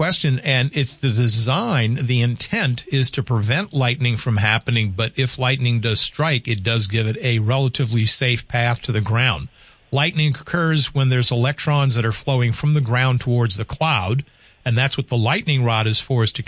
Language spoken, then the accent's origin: English; the South, United States; Heat lightning in my vernacular, growing up in the South, was the diffused lightning in the clouds